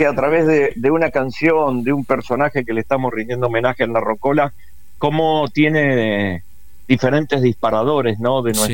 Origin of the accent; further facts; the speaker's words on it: Santa Fe, Argentina; soy de Santa Fe